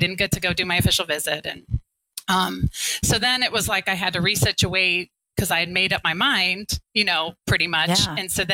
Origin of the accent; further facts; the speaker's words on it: Cincinnati, Ohio, United States; even though I was from Cincinnati.